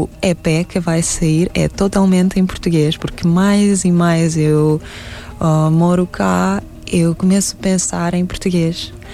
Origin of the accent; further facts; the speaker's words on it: Kazakhstan; first language Russian; Portuguese is a second language; Porque como a minha língua materna, a língua com que eu cresci, na realidade é russa, porque a minha avó era russa e o meu avô cazaque.